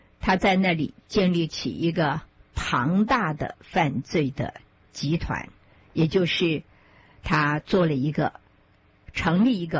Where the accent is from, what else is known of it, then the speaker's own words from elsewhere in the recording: Taiwan; 我们台湾人以前有什么王哥柳哥，是一个漫画的一个主角。